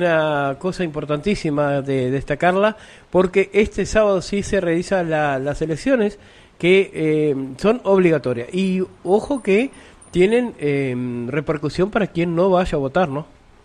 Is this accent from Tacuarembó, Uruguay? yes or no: yes; Tacuarembó, Uruguay